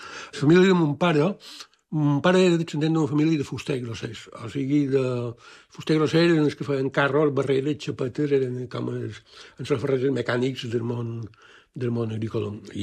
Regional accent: Llucmajor, Balearic Islands, Spain; s'entendreu, vaig néixer a Llucmajor, a la casa de la seva mare, el 5 de maig del 58, 1958.

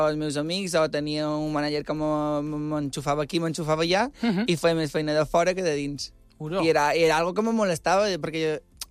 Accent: Balearic Islands, Spain; Som mallorquins.

